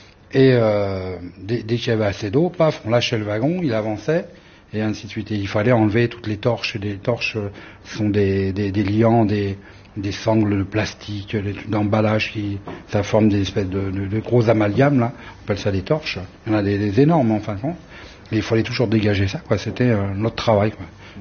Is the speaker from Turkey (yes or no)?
no; Ménilmontant, Île-de-France, France; Je sais que j'étais de Ménilmontant. Et je savais même pas qu'il y avait des gars de Ménilmontant qui travaillaient aux égouts, quoi.